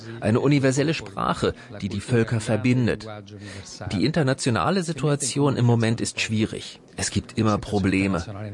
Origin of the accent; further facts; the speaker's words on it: Rome, Lazio, Italy; now in Berlin, Germany; Ich komme aus Rom. Das ist voll von schönen Palästen.